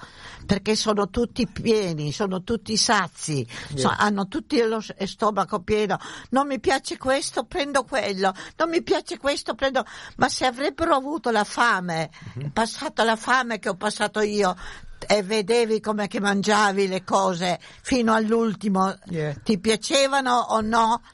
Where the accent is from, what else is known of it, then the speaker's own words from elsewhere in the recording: Trieste, Friuli-Venezia Giulia, Italy; now in Australia; quello che noi siamo scappati, si può dire, dopo la Seconda Guerra Mondiale da Trieste, specialmente da dove vengo io, è stata una cosa che, venendo qui in Australia, abbiamo dovuto accettare quello che l'Australia ci ha dato